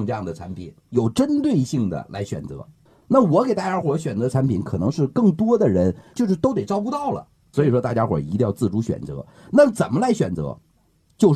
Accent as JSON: {"language": "Chinese", "country": "China", "said": "我一个中国人得到国外才知道"}